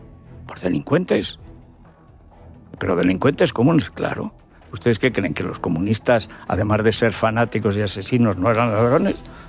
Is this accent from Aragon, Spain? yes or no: yes; Teruel, Aragon, Spain